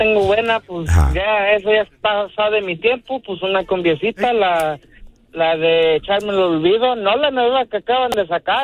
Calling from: Dallas, Texas, United States; Soy de acá, de Dallas

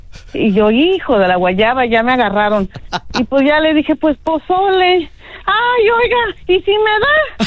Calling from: Long Beach, California, United States; de Long Beach.

